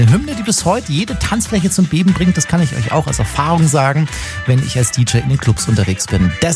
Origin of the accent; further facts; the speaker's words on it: Bavaria, Germany; Ich bin hier im Chiemgau aufgewachsen.